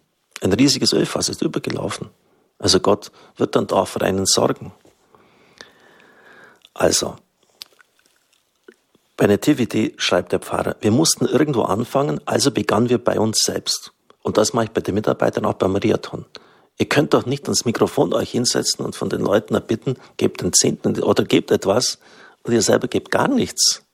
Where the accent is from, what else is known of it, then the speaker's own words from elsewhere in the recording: Baden-Württemberg, Germany; Und die Schwaben gelten ja nicht unbedingt als unbedingt spendenfreudig. Ich bin ein geborener Schwabe.